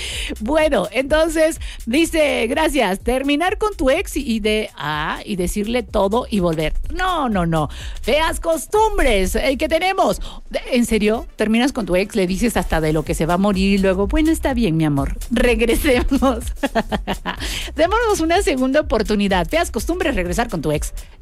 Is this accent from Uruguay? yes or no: no; Mexico